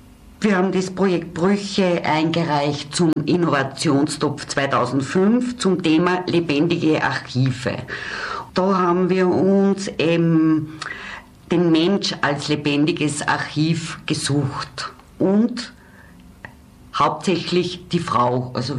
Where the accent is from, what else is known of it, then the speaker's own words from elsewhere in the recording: Aschach an der Donau, Upper Austria, Austria; ich bin in Aschach an der Donau groß geworden